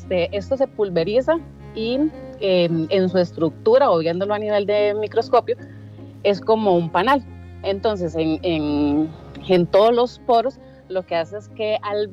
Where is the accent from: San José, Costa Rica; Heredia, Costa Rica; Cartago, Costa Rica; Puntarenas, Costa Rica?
Heredia, Costa Rica; Soy de Heredia.